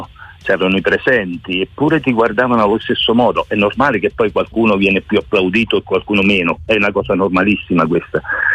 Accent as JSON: {"language": "Italian", "town": "Naples", "region": "Campania", "country": "Italy", "said": "per noi napoletani"}